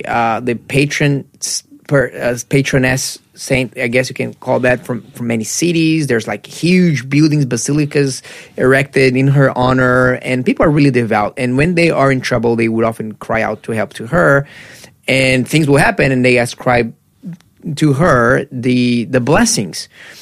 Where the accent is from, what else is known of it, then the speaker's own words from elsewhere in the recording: Brazil; moved away; growing up in a very Christian country, and same thing for me in Brazil. Brazil is a very Catholic country.